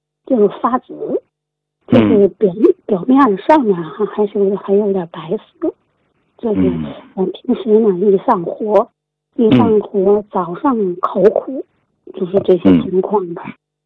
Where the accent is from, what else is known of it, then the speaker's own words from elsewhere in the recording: Tianjin, China; born there; also born or lived in Baotou, Inner Mongolia; 我小时候我出生地啊，我现在是在天津，我1岁来的到天津。我那个出生地这个是在那个内蒙古包头